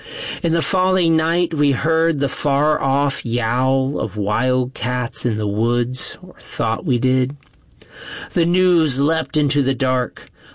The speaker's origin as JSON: {"language": "English", "town": "Chandler", "region": "Oklahoma", "country": "United States", "said": "from Chandler, Oklahoma."}